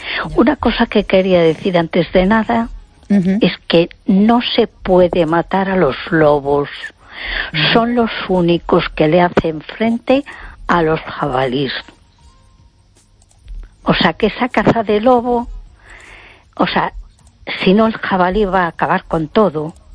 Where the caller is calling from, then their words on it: A Coruña, Galicia, Spain; de Coruña.